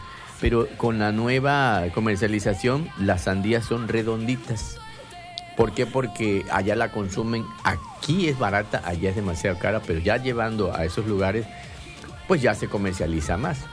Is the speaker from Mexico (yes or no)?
yes; Mexico